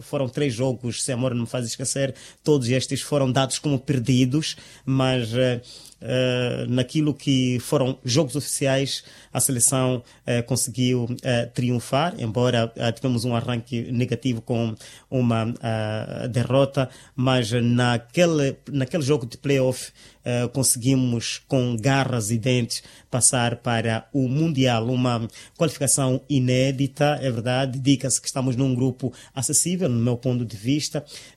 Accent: Mozambique; nós que somos os moçambicanos

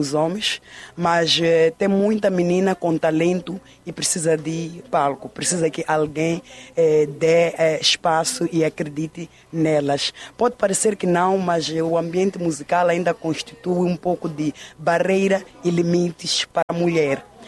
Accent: Mozambique; aquilo que nos dita que nós somos enquanto moçambicanos e artistas.

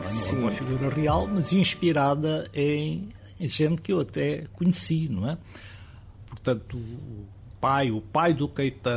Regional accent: Goa, India; as primeiras histórias serem sobre a minha infância e primeira juventude em Goa, fizeram-me renascer esse interesse por contar uma história goesa

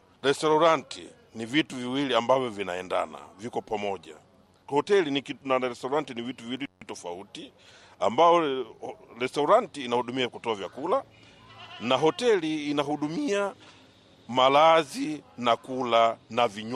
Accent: Mueda, Cabo Delgado, Mozambique; born or raised there

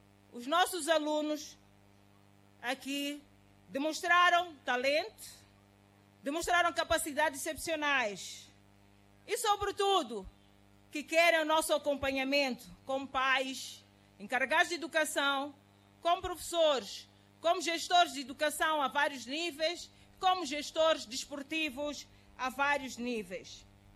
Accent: Mozambique; Isto exige a todos nós, como moçambicanos, a promoção do acesso ao desporto

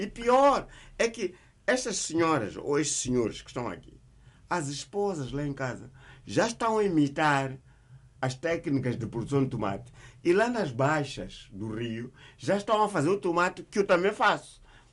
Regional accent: Jangamo, Inhambane, Mozambique; moved away; ele é um grande agricultor agora em Jangamo, minha terra.

